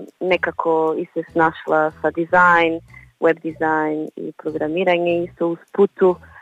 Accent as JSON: {"language": "Croatian", "country": "Portugal", "second_language": "Croatian", "said": "Ne znam ako je neko rekao, ali ja sam inače iz Portugalu."}